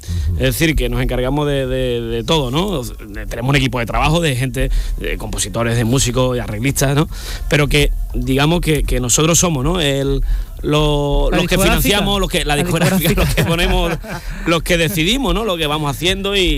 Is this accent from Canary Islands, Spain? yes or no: no; Rincón de la Victoria, Andalusia, Spain; porque nosotros somos de aquí, de Rincón de la Victoria, de Málaga, un pueblo marinero donde se vive la Virgen del Carmen